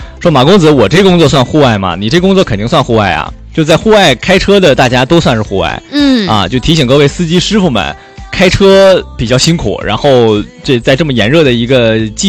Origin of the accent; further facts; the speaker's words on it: northern China, China; now in Hainan, China; 像我们老家那边基本上也都是只有30度出头。